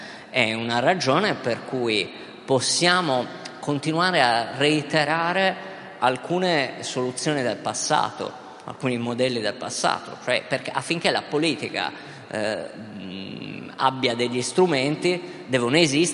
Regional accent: Sardinia, Italy; siccome sono sardo, quando venivo nella penisola magari venivo valutato attraverso stereotipi

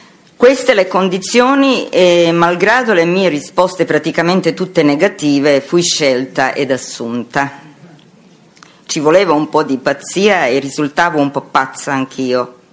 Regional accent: Croatia; Italian is a second language; moved away as an adult; also born or lived in Budapest; Io croata che arrivo con la mia famiglia a Budapest

